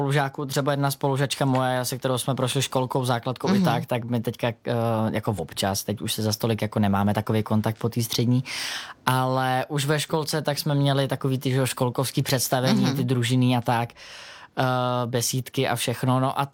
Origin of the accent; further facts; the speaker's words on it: Prague, Czechia; born there; also born or lived in Benešov area, Central Bohemian Region; já jsem se narodil v Praze, v Podolí, pak jsme bydleli v Hostivaři, ale tenkrát ještě úplně Hostivař nebyla část Prahy.